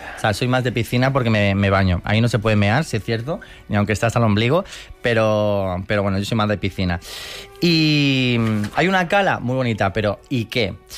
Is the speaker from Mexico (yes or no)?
no; Fuengirola, Andalusia, Spain; Málaga, yo soy de Fuengirola, un sol de ciudad.